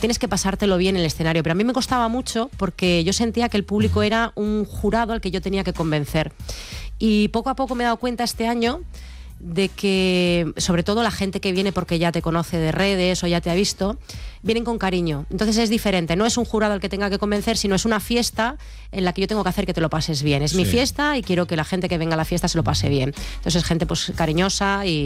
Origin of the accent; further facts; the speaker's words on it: Bilbao, Basque Country, Spain; ya me di cuenta de que era otra cosa, pero yo soy de Bilbao, no podía reculear.